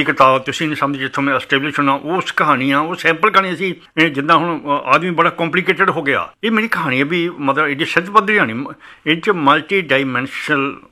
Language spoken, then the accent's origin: Punjabi; Punjab, India; ਅਤੇ ਸਾਡੇ ਪਿੰਡ ਤੋਂ 5 ਕਿਲੋਮੀਟਰ ਦੂਰ ਨਕੋਦਰ ਪੈਂਦਾ ਸੀ